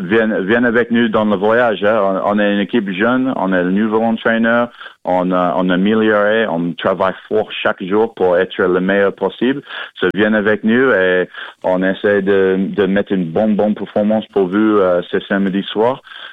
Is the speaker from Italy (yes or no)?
no; Vancouver, British Columbia, Canada; born there; French is a second language; Je suis né au Vancouver et dans j'ai commencé avec l'équipe du Canada en 2015.